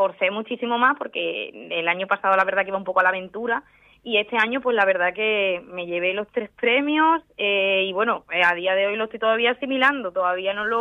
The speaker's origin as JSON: {"language": "Spanish", "town": "Mérida", "region": "Extremadura", "country": "Spain", "said": "Yo soy de Mérida, Extremadura."}